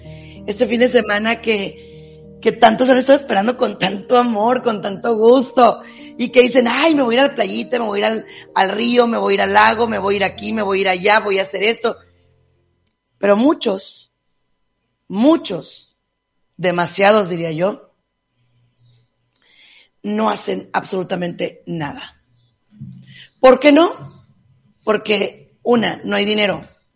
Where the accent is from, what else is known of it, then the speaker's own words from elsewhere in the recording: Jerez, Zacatecas, Mexico; Yo soy de Zacatecas, yo soy de Jerez, Zacatecas. Y yo me acuerdo de mis papás llevándonos al rancho el fin de semana